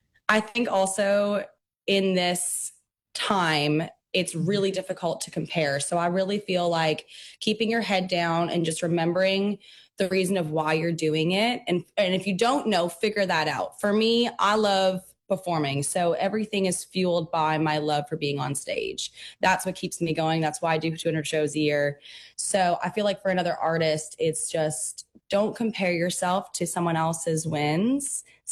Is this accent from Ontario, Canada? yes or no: no; Abbotsford, British Columbia, Canada; But I grew up in Abbotsford, BC. I went to an integrated art school growing up.